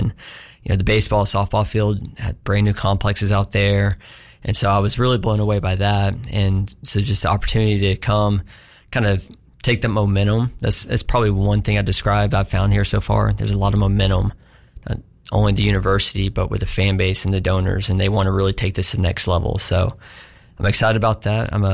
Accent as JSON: {"language": "English", "town": "Chattanooga", "region": "Tennessee", "country": "United States", "tie": "born there", "said": "So I was born in Chattanooga, and then my parents were both born and raised in the state."}